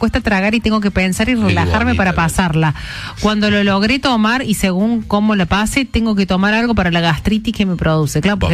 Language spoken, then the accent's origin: Spanish; Jujuy, Argentina; Chicos, soy jujeño.